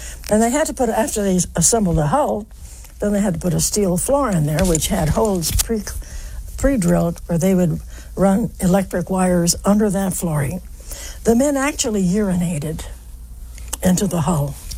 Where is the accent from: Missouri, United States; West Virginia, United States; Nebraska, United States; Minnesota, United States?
West Virginia, United States; born there; And I said, well, I was born in West Virginia